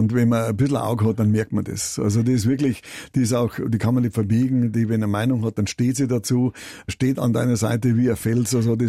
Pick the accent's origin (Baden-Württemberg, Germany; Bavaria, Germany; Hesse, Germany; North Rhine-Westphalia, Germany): Bavaria, Germany; born there; Das geht nicht, sag ich, ich bin hier in Bayern geboren, ich liebe meinen Glauben, ich liebe diese Kultur und alles hier und her